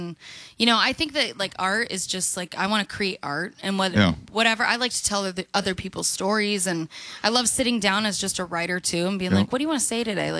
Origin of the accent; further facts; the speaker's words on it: Canada; moved away as an adult; now in Nashville, United States; I'm Canadian.